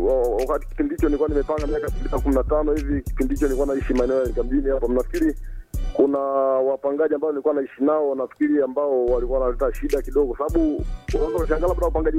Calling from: Iringa, Tanzania; wa Magulilwa.

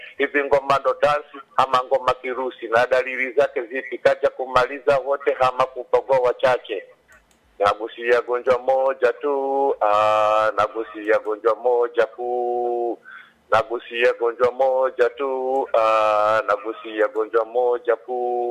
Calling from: Ukerewe, Mwanza, Tanzania; natoka Ukerewe ya Bweko Mchangani.

